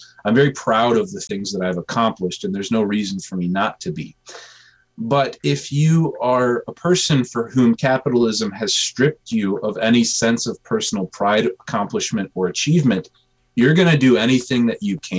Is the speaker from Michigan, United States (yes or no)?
yes; Grand Rapids, Michigan, United States; born there; I came out of my mom in Grand Rapids, Michigan, and that boop, ding, I'm an American.